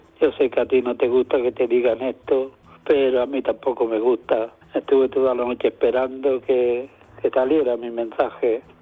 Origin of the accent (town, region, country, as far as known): Almuñécar, Andalusia, Spain